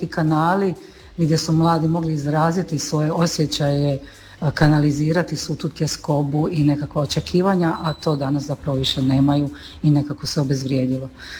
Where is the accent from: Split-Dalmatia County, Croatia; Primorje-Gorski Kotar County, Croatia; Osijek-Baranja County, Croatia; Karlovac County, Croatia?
Split-Dalmatia County, Croatia; Split; iz Splita sam pa je to lokacija gdje mi šetamo i penjemo se kad imamo snage.